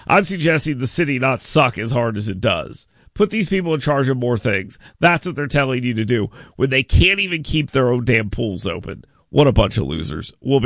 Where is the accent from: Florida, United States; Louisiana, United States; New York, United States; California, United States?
Florida, United States; now in Birmingham, United States; when I was growing up in Florida